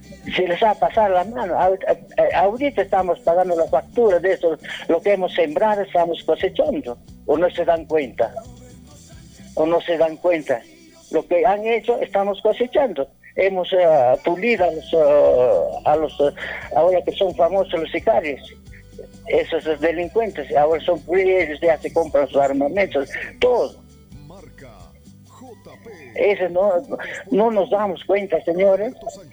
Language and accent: Spanish; Peru; Somos peruanos.